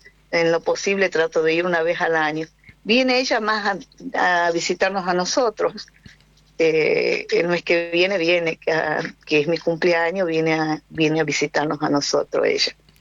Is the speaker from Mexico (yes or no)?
no; Jujuy, Argentina; now in Spain; yo soy argentina. Todo, yo le digo que soy una argentina doc de origen controlado. Que soy propia porque yo, aparte de ser, soy argentina, soy jujeña, soy bien norteña, bien norteña.